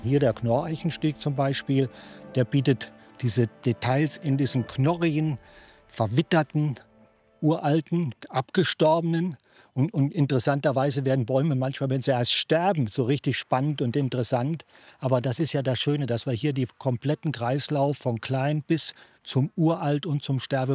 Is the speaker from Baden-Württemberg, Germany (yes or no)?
no; Hesse, Germany; Es ist erstmal meine Heimat. Ich lebe mein ganzes Leben im Prinzip schon hier in der Region.